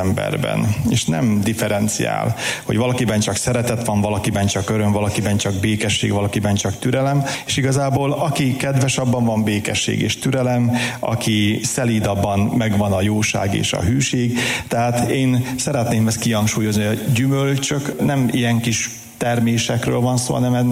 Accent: Mándok, Szabolcs-Szatmár-Bereg, Hungary; a saját szülőfalumba, a Mándokon, egyébként

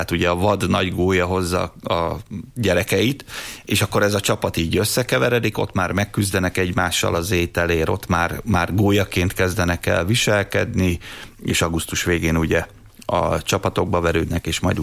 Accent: Miskolc, Borsod-Abaúj-Zemplén, Hungary; born or raised there

